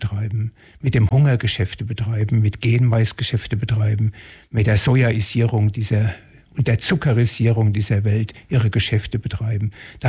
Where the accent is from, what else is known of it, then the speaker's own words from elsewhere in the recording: Switzerland; Ein Weißer, Universitätsprofessor mit Assistenten, als Schweizer ein Verschonter. Nie Krieg hier